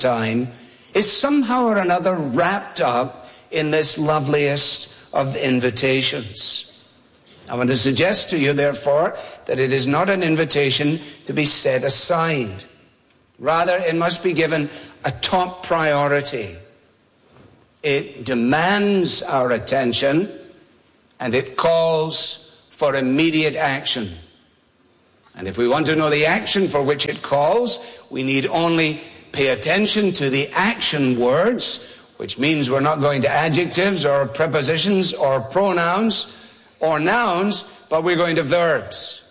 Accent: Scotland, United Kingdom; And as a Scot, that was and remains a significant issue.

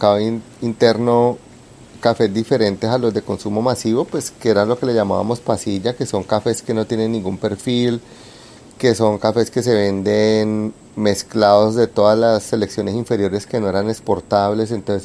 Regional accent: Colombia; nosotros defendemos obviamente porque somos colombianos

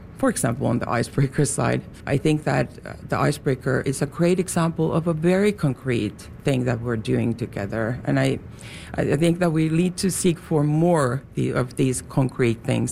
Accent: Lapland, Finland; I'm actually from Lapland, and that's also a place where we get a lot of tourists.

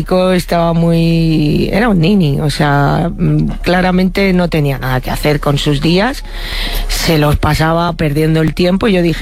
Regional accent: Barcelona, Catalonia, Spain; porque yo soy de Barcelona.

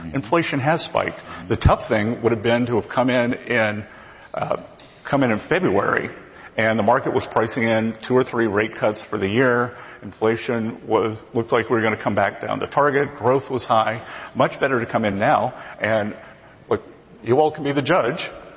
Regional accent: South Carolina, United States; Look, I was a kid from South Carolina, a small town, and I was growing up

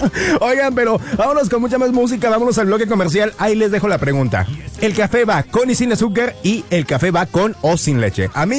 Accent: Puebla, Mexico; Si un día alguien se quiere poner la camiseta del Puebla, la de mi tierra

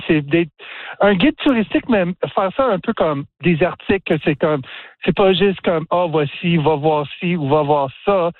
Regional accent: Ontario, Canada; also born or lived in Quebec / Maritimes; now in Newfoundland, Canada; moi, je viens de l'Ontario, mm-hmm. passé beaucoup de temps au Québec, au Maritime

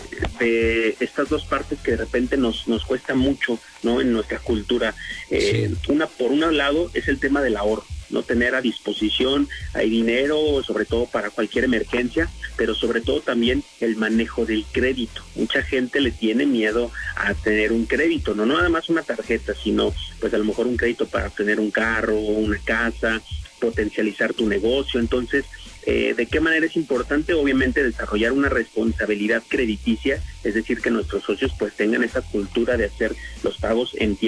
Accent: Mexico; nos hace como mexicanos

